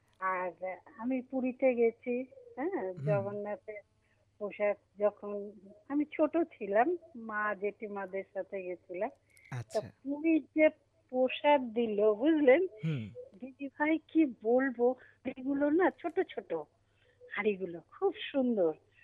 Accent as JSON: {"language": "Bangla", "region": "West Bengal", "country": "India", "tie": "born there", "moved": "yes", "lives_now": "Siliguri, India", "said": "আমি কলকাতার ওদিককার মেয়ে।"}